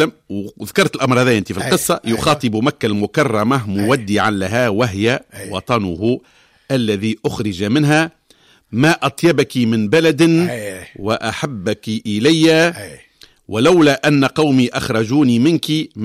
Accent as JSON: {"language": "Arabic", "country": "Tunisia", "said": "تونس دارنا"}